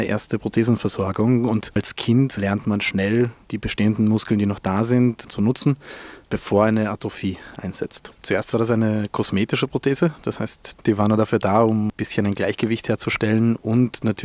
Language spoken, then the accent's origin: German; Vienna, Austria; Ich war natürlich dann als Wiener prädestiniert, dass ich schnell die Prothese bekommen habe.